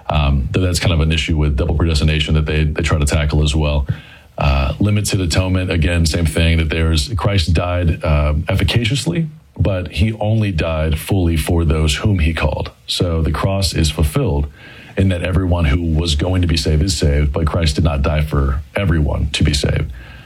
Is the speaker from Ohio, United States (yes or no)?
no; Douglasville, Georgia, United States; So I grew up in Metro Atlanta. I grew up in Douglasville, Georgia.